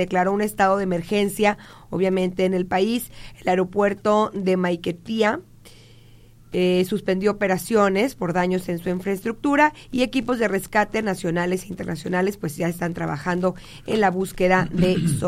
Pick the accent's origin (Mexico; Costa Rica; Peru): Mexico; en México tenemos un excelente equipo de rescate